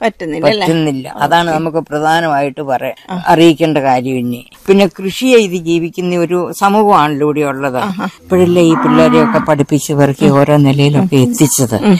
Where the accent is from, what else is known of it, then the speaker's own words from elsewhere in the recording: Kanjirappally, Kerala, India; now in Rajagiri, India; ഞാൻ കാഞ്ഞിരപ്പള്ളിക്കാരത്തിയാണ്. കാഞ്ഞിരപ്പള്ളിയിൽ നിന്ന് കുടിയേറിയതാണ് എന്റെ വീട്. എന്റെ വീട് പാലാവയിലാണ്. അവിടെ നിന്ന് കല്യാണം കഴിച്ചാണ് രാജഗിരി വന്നത്.